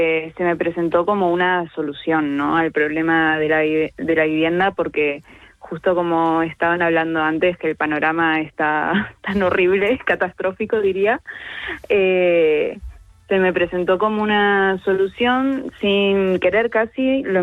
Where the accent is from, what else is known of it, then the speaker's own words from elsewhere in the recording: Argentina; porque si bien yo soy argentina, mi familia toda de España